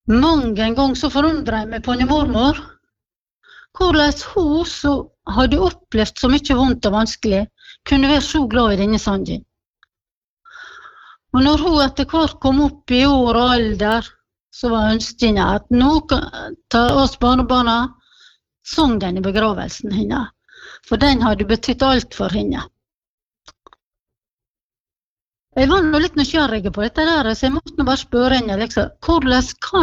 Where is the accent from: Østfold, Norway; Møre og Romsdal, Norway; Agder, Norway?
Møre og Romsdal, Norway; Giske; now in Sykkylven, Norway; Jeg bor i Sykkylven, men er født og oppvokst på Giske.